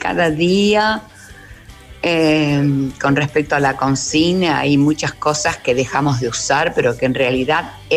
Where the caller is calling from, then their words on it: Granadero Baigorria, Santa Fe, Argentina; acá en Baigorria, yo estoy a la altura de la 9 de oro